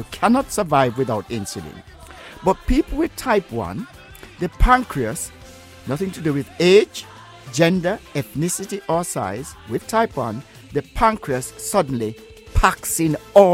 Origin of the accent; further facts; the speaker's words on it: Jamaica; now in United Kingdom; when I was growing up in Jamaica